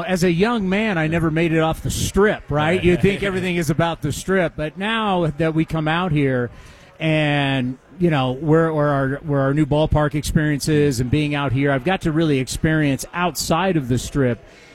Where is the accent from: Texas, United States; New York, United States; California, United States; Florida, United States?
California, United States; San Diego; moved away as an adult; also born or lived in San Jose, California; I grew up in San Diego, and there was no such thing as hockey until Wayne Gretzky showed up to the Los Angeles Kings